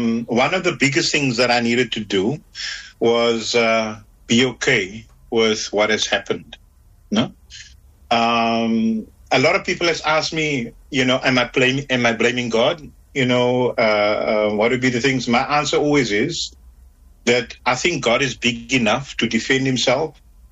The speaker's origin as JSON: {"language": "English", "town": "Manenberg", "region": "Western Cape", "country": "South Africa", "tie": "born or raised there", "said": "I'm someone that is not born in Menenberg. I'm born on the Cape Flats, but we moved to Menenberg when I was four. So I grew up in this community."}